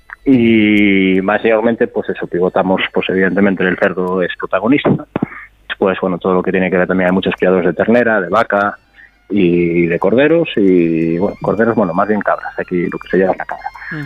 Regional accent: Spain; moved away as an adult; yo nací en Enchantada de toda la vida.

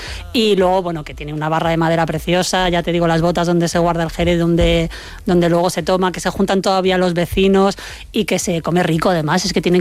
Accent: Zamora, Castile and León, Spain; pero yo como buena medio zamorana, todo lo que lleve ajo, voy dentro

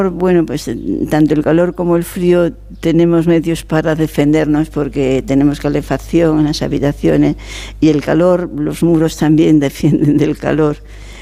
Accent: Castile and León, Spain; born or raised there; moved away

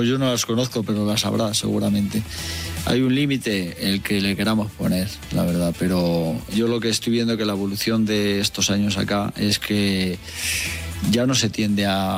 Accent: Béjar, Castile and León, Spain; Yo soy de Béjar, jamón.

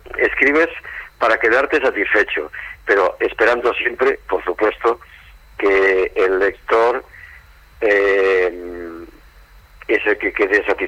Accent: Soria, Castile and León, Spain; yo nací en Soria, me crié en Soria, estudié en Soria, empecé a trabajar en el Instituto del Borgo Biosma, después en el Instituto Castilla

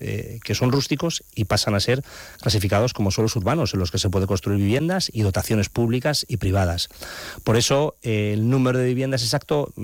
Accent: Toledo, Castilla-La Mancha, Spain; somos muchos más toledanos los que vivimos y usamos la ciudad a diario

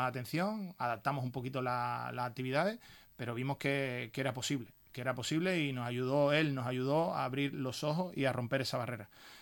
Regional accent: Cádiz, Andalusia, Spain; Yo, como gaditano, aunque soy parte de la empresa, pues evidentemente me da pena.

